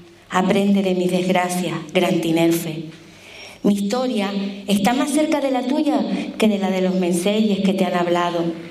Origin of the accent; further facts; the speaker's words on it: Santa Cruz de Tenerife, Canary Islands, Spain; soy chicharrera.